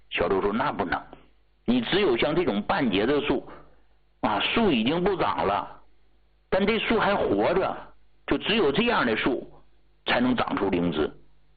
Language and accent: Chinese; Jilin, China; 我们吉林这边雨水就大